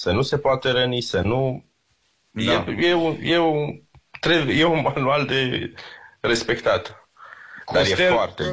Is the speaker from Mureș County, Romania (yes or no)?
yes; Sighișoara, Mureș County, Romania; Eu sunt deloc din Sighișoara.